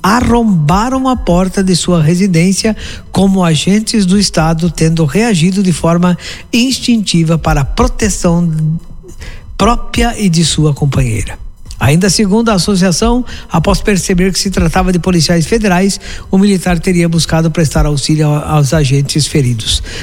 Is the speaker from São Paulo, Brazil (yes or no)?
no; Rio Grande do Sul, Brazil; Que bom que somos gaúchos.